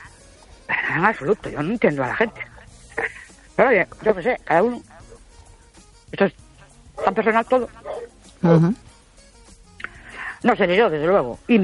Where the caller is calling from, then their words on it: Ourense, Galicia, Spain; de Ourense.